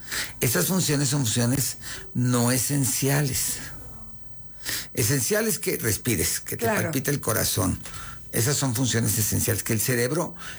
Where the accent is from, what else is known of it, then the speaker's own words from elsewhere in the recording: Coacalco, State of Mexico, Mexico; No, ¿qué te pasa? ¿Por qué te metes con Coacalco?